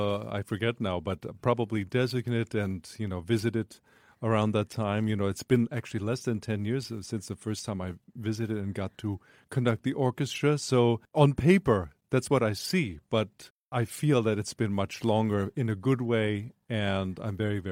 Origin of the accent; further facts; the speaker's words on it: Leipzig, Saxony, Germany; now in Milwaukee, United States; music director of the … in Leipzig, the town that I was born in. That's my hometown.